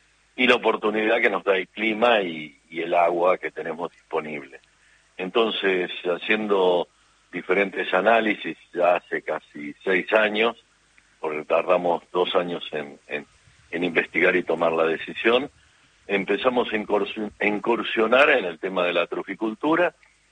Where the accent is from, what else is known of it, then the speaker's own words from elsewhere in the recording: Martínez de Hoz, Buenos Aires Province, Argentina; yo de un pueblito de Martínez de Hoz, a 20 kilómetros